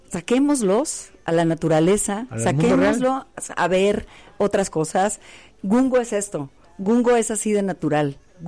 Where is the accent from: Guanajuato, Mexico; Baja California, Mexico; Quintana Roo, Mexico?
Guanajuato, Mexico; Irapuato; moved away; Pues vengo de Irapuato